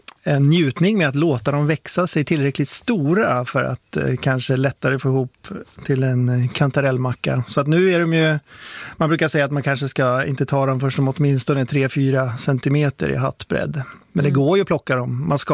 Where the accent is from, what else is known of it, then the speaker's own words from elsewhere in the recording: Sweden; Jag är svensk, det är hemligt.